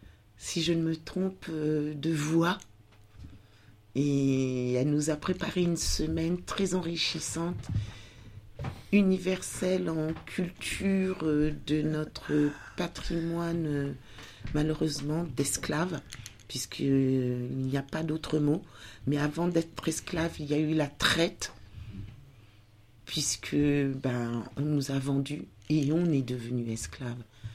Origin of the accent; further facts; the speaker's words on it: Benin; now in France; je pars au Bénin à Cotonou, je vais me ressourcer dans mon pays d'origine, chose que je n'avais pas encore eu l'occasion de faire.